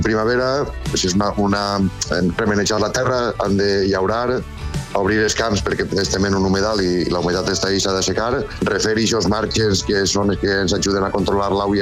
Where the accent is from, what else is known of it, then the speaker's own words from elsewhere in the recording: Albalat de la Ribera, Valencian Community, Spain; soc d'Albalà de la Ribera, un poble de la Ribera Baixa del riu Xúquer, i soc arrosser.